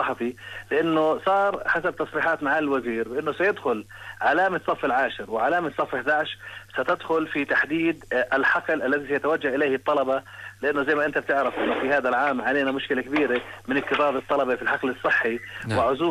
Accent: Jordan

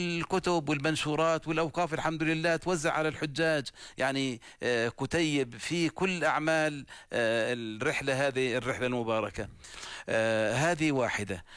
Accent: Amman, Amman Governorate, Jordan; موجودة عندنا بعمان

